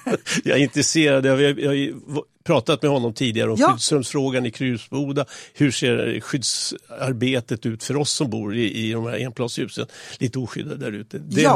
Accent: Stockholm, Stockholm County, Sweden; now in Tyresö, Sweden; Och jag är fjärde generationen stockholmare. Så att jag har en lång lista med förfäder här.

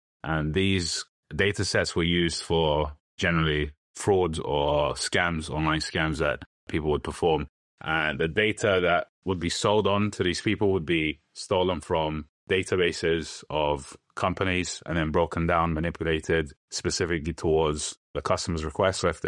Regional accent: London, United Kingdom; Ethnically, I'm Turkish. I grew up in London.

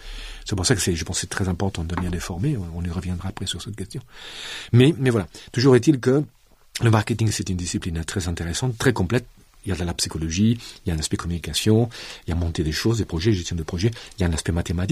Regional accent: Provence-Alpes-Côte d'Azur, France; born there; moved away as an adult; also born or lived in Paris; j'ai souhaité quitter Paris et partir à nouveau dans le sud de la France, en l'occurrence pas loin de là où je suis né, donc à Marseille. Et donc, pour ceux qui ne connaîtraient pas trop, c'est sur la Méditerranée, c'est au sud-est de la France, sur la Côte d'Azur

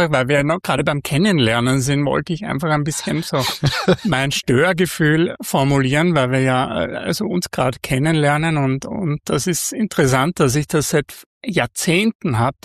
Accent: Austria; Und Guten Tag bei uns in Österreich, zumindest bei den Konservativen, ist ein Schimpfwort.

